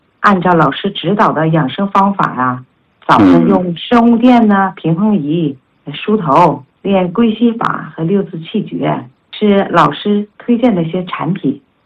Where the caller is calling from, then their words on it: Harbin, Heilongjiang, China; 我来自于黑龙江省哈尔滨市的一名老学员